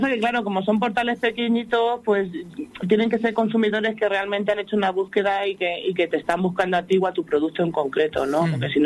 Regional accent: Castilla-La Mancha, Spain; somos Castilla-La Mancha

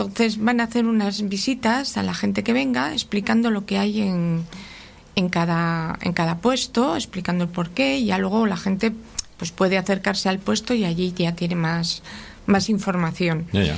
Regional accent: Laredo, Cantabria, Spain

